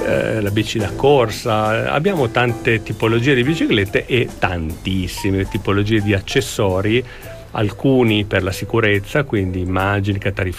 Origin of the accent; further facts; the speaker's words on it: Milan, Lombardy, Italy; moved away; also born or lived in Bologna; io sono milanese, poi ho abitato a Bologna in centro